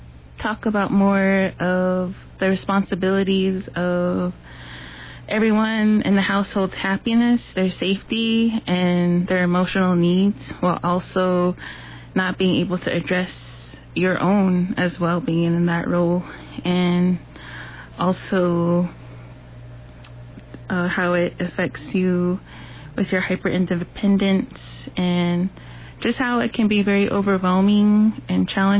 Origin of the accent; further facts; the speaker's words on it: Tuba City, Arizona, United States; I am from Tuba City, Lower Maungopi area